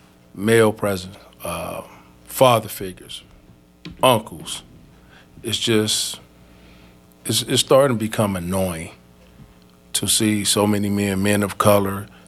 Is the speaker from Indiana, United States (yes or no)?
yes; Gary, Indiana, United States; moved away; also born or lived in Chicago, Illinois; I hail from, I was born and raised in Gary, Indiana, in Chicago.